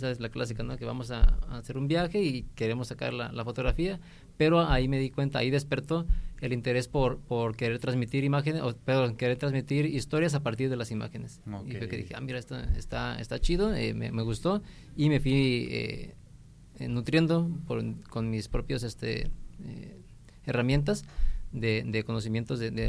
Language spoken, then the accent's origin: Spanish; Tepic, Nayarit, Mexico; soy originario de aquí de Tepic, tengo 38 años